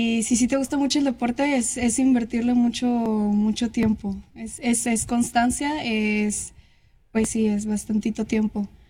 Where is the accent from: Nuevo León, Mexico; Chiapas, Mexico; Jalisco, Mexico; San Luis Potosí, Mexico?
Nuevo León, Mexico; Apodaca; también soy de Apodaca, igual que Valeria.